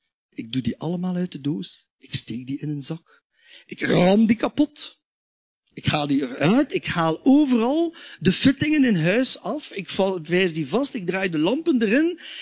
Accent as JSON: {"language": "Dutch", "town": "Watermael-Boitsfort", "region": "Brussels", "country": "Belgium", "tie": "born there", "said": "Ik ben niet van Brugge, dat klopt. Ik ben namelijk geboren in Watermaal Bosvoorde, in een Frans gezin."}